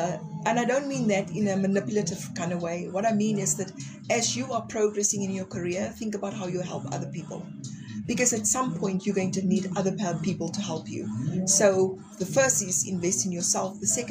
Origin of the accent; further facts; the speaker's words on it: Western Cape, South Africa; I was born in the Eastern Cape, and when I was about 5 years old, my parents relocated to the Western Cape.